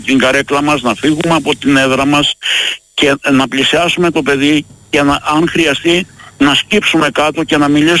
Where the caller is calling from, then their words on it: Ilioupoli, Attica, Greece; από την Ηλιούπολη.